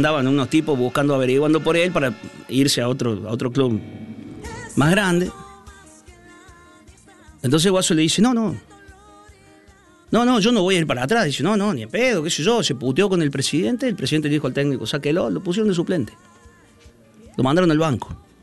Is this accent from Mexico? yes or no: no; Argentina